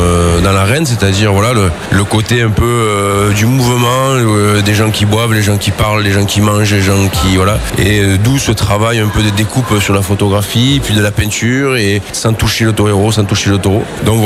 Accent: Nîmes, Occitanie, France; moved away as an adult; now in Seville, Spain; je suis nîmois. J'habite à Séville maintenant depuis une vingtaine d'années.

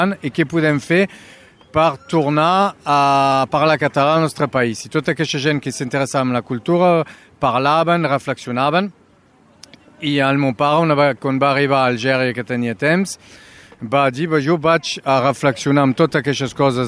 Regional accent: Occitania, France; Aquí tenim més de 350 anys que som a França

